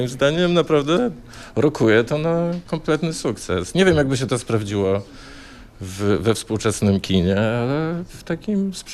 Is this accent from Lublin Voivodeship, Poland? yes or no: no; Gdańsk, Pomeranian Voivodeship, Poland; now in Warsaw, Poland; I przyjechałem z Gdańska do Warszawy. Wówczas w Gdańsku, w Trójmieście, nie było takiej szkoły.